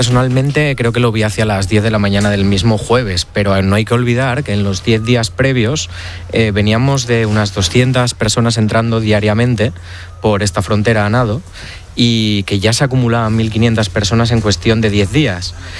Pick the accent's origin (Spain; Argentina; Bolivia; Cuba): Spain; Oviedo, Asturias; moved away as an adult; now in Ceuta, Spain; Yo soy de Oviedo, efectivamente.